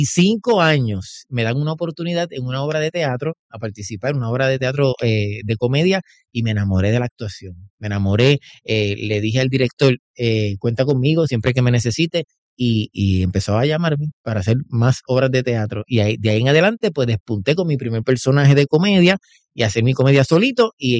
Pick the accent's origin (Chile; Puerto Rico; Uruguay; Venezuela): Puerto Rico; Juncos; also born or lived in Caguas; En Juncos, ahí estudié escuela elemental, intermedia, en el hospital regional de Caguas nací, porque obviamente en Juncos pues no se atienden partos, pero nací en Caguas y luego paso a Juncos y ahí crecí, ahí me crié y actualmente vivo en Juncos.